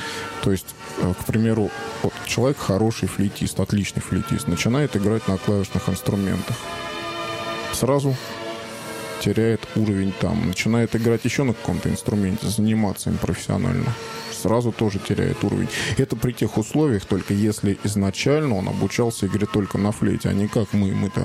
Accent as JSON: {"language": "Russian", "country": "Russia", "said": "я русский"}